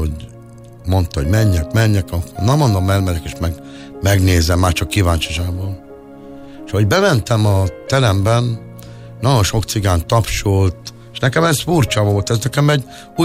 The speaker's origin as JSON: {"language": "Hungarian", "region": "Budapest", "country": "Hungary", "tie": "born or raised there", "said": "Budapesten, a hétkerületben, mert én Klauzár téren nőttem föl, ott is jártam suliba, a Dohány utcába"}